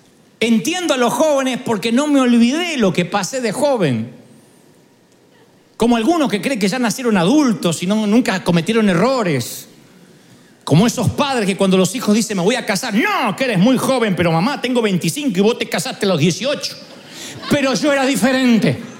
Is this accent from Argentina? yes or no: yes; Argentina; born there; moved away; allá en Argentina nací, allá.